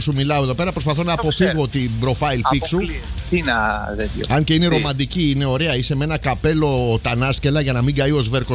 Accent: Athens, Attica, Greece; Εμείς που μέναμε, που μεγαλώσαμε στην Κυψέλη

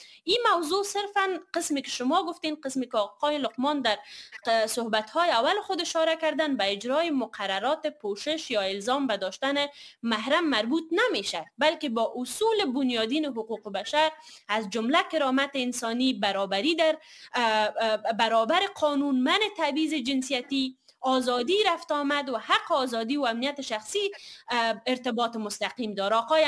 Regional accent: Afghanistan; ما من حیث کسایی که از افغانستان هستیم

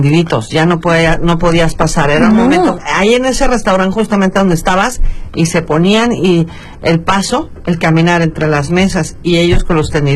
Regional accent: Mexico; somos bien comelones los mexicanos

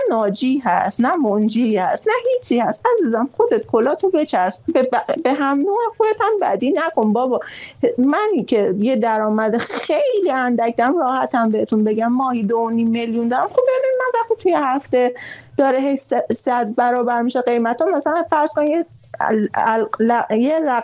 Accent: Iran; همه ما ایرانیام

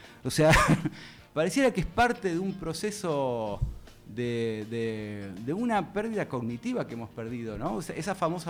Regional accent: Argentina; Eso, somos re argentinos.

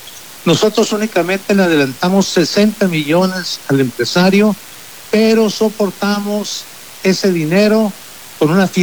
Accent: Mazatlán, Sinaloa, Mexico; ambos mazatecos

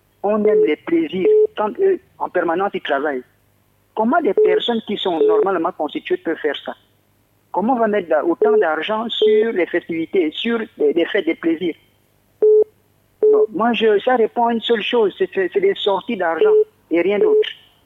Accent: Moyen-Ogooué, Gabon; moi je sais de quoi je parle parce que chez moi, dans le Moyen-Ogoué, il y a eu des détournements massifs de cet argent.

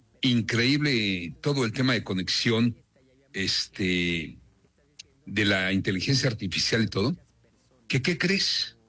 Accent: Mexico; Ahora soy abuelo. Soy padre de familia, soy un mexicano preocupado, muy, muy preocupado por mi país.

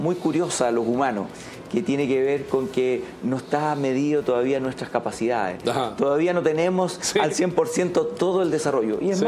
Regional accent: Chile

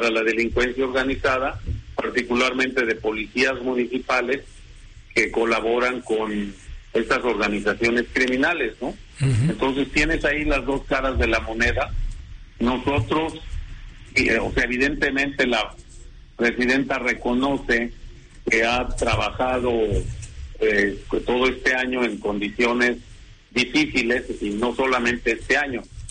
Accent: Zacatecas, Mexico; pues tú ves lo que pasó allá en mi tierra, Zacatecas, ¿verdad?

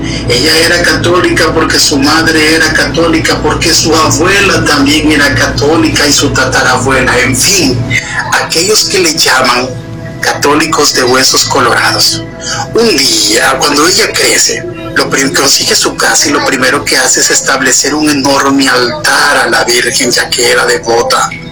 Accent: El Salvador; Soy de El Salvador

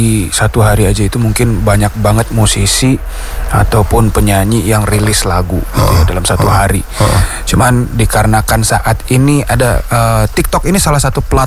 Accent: Padang, West Sumatra, Indonesia; born there; moved away as an adult; now in Jakarta, Indonesia; Di tanah kelahiranku, Padang.

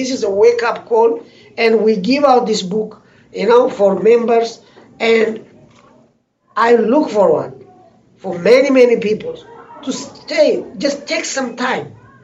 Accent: Ethiopia; moved away; Right now, I'm from the Ethiopian community, right?

